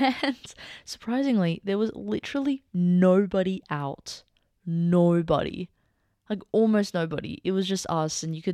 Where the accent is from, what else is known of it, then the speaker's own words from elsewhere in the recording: Sydney, New South Wales, Australia; we're from Sydney